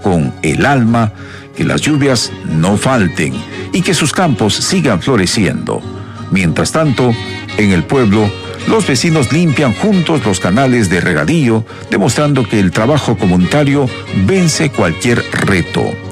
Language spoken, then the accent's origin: Spanish; Peru